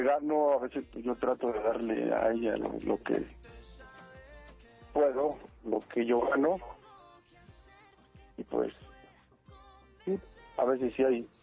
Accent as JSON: {"language": "Spanish", "town": "Texcoco", "region": "State of Mexico", "country": "Mexico", "said": "Bueno, somos de aquí de Texcoco, Estado de México."}